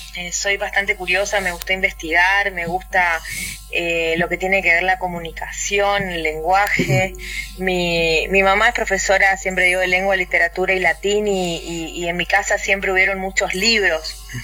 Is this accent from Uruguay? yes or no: no; Santa Lucía, Corrientes, Argentina; Yo soy de Santa Lucía, una localidad muy cerca de Goya.